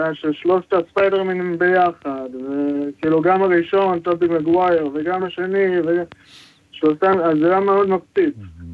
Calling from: Hadera, Haifa District, Israel; אני מחדרה.

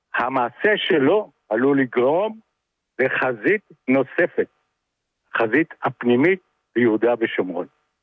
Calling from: Netanya, Central District, Israel

